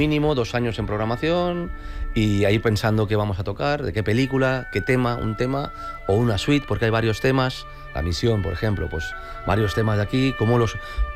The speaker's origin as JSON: {"language": "Spanish", "region": "Valencian Community", "country": "Spain", "said": "Nos vinimos ya desde pandemia, somos de la Terreta"}